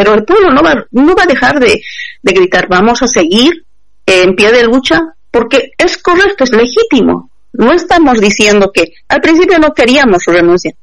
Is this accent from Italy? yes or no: no; Bolivia; hemos tenido la dignidad de decir somos bolivianos, la dignidad de decir somos mujeres indígenas